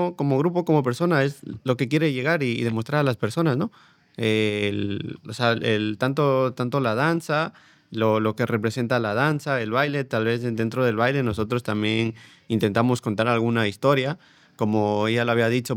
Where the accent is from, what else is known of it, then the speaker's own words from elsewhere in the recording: Ecuador; no solo somos ecuatorianos